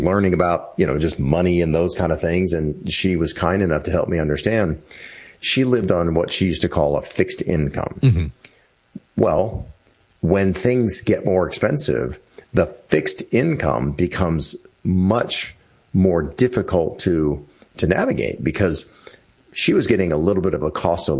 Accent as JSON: {"language": "English", "town": "Washington", "region": "District of Columbia", "country": "United States", "tie": "born or raised there", "said": "I grew up in the Washington, D.C. area."}